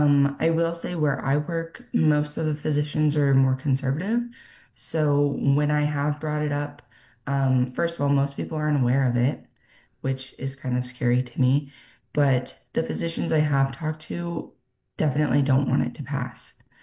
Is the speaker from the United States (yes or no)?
yes; Arizona, United States; also born or lived in Washington / Denver; now in Idaho, United States; I'm originally from Arizona. Like I said, trained out in Washington, lived in Denver for a little while.